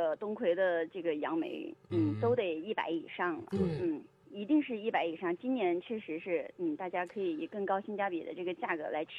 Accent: Jiangxi, China; 我们江西人帮江西人啊。

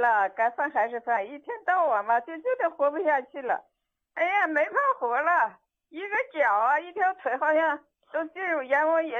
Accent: Shenyang, Liaoning, China; 哎，你好，李老师，我是沈阳的患者。

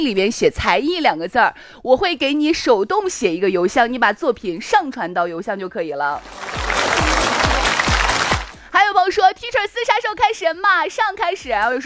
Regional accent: Xi'an, Shaanxi, China; accent: Chang'an County dialect; 我正宗长安县人，你说我长安县方言不地道？笑话。我小时候经常因为普通话方言味太重而被那个同学揶揄。

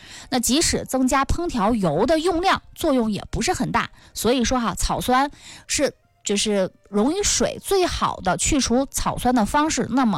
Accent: Northeast China, China

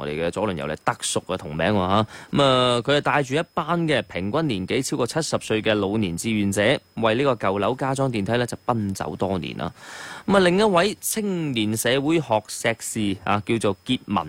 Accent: Guangdong, China; 我哋廣東人好熟悉嘅一句粵語啦

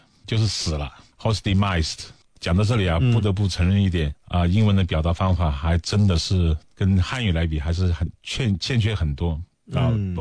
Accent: Hunan, China; 我是一个湖南人啊

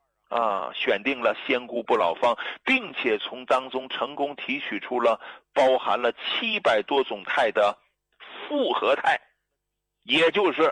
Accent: China; 因为我是中国人，而且我所用到的药材都是咱们中国产的

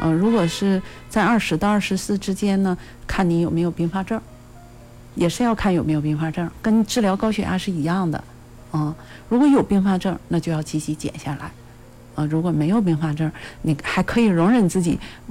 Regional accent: China

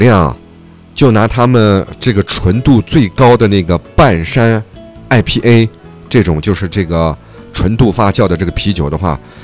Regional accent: China; 因为我是那块长大的

